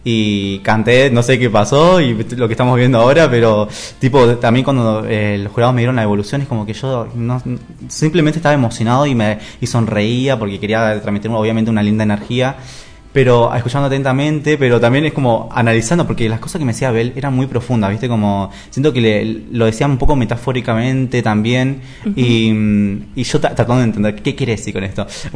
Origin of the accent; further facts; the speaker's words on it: Río Negro, Argentina; also born or lived in Neuquén; yo, o sea, estuve viviendo nací en Neuquén, estuve viviendo toda mi vida en Río Negro